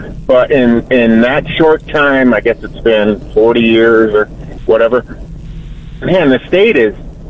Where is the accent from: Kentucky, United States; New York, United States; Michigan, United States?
Michigan, United States; moved away; also born or lived in California; I grew up in Michigan. I got out of the Marines in California, lived there a few years.